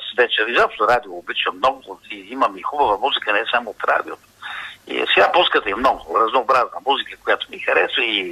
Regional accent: Varna, Varna Province, Bulgaria; also born or lived in Dalgopol / Sofia; аз съм роден в Дългопол до Варна, но пък съм израсъл и съм живял тук преди, но даже сега съм там в момента, зимата съм повече в София. Значи аз се движа между София, Варна и Дългопол

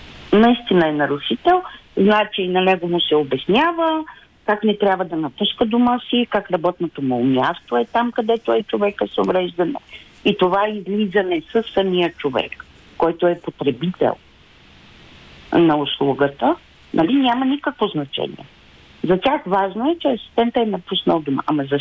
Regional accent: Gabrovo, Gabrovo Province, Bulgaria; Да, аз съм от Габрово.

